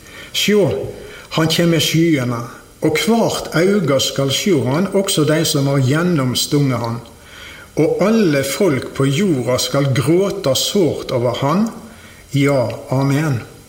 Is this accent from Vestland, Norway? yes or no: yes; Osterøy, Vestland, Norway; born there; Jeg er født på Osterøyna, det er fødsel nummer 1. Jeg er født på et bedehus